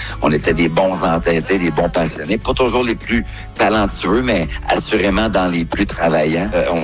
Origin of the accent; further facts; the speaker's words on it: Drummondville, Quebec, Canada; chez nous à Drummondville